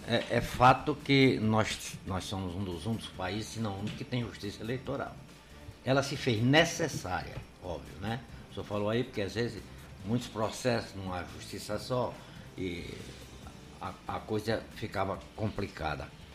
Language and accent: Portuguese; Pernambuco, Brazil; Não posso falar não, porque eu sou pernambucano.